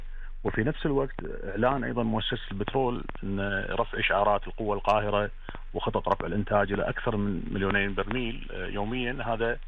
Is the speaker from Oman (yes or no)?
no; Kuwait; عندنا في الكويت